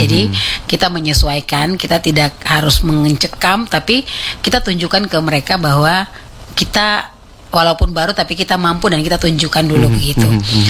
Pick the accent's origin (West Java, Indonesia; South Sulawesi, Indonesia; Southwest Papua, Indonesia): Southwest Papua, Indonesia; kita saat ini lagi berupaya untuk menghimpun komunitas-komunitas kami orang Moi supaya tidak jalan sendiri-sendiri.